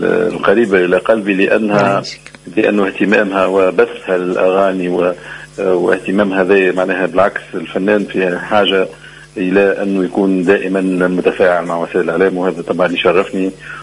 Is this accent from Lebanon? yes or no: no; Tunis, Tunis Governorate, Tunisia; لأنه أنا ولدت في الجنوب، لكن شاءت الأقدار أنه نجي عمري تقريبا 5 سنوات في تونس العاصمة، وقريت في تونس العاصمة